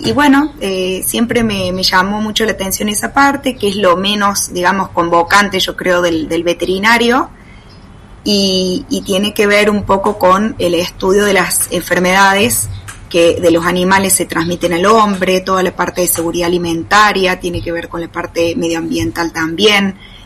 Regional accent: Alta Gracia, Córdoba, Argentina; moved away as an adult; also born or lived in Esperanza; soy de Altagracia, de Córdoba, y bueno, estudié en Esperanza

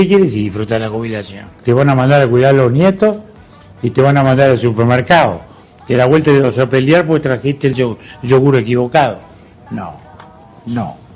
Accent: Uruguay

